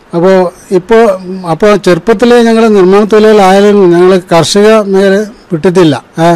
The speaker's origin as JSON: {"language": "Malayalam", "region": "Kerala", "country": "India", "tie": "born or raised there", "said": "ഞാൻ കാരടുക്ക പഞ്ചായത്തിലെ നെല്ലെടുക്ക എന്ന സ്ഥലത്താണ് ജനിച്ചു വളർത്തത്. അപ്പോൾ അവിടെ തന്നെ എൻ്റെ അച്ഛൻ്റെ പറമ്പിലാണ് ഞാൻ സംരക്ഷ കർഷകനായിട്ട് കൃഷി ചെയ്യുന്നുണ്ട്."}